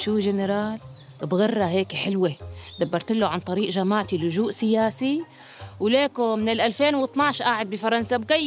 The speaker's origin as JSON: {"language": "Arabic", "country": "Syria", "said": "كلنا كسوريين"}